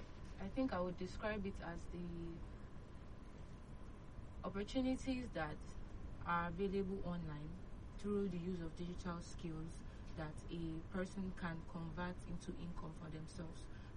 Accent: Nigeria; as Nigerian youth

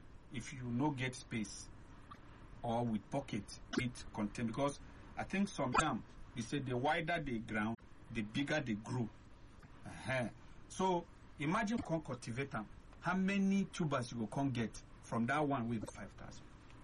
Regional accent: Kaduna State, Nigeria; Because, like I said, I grew up in Kaduna State. We've been get small farm, we call them garden.

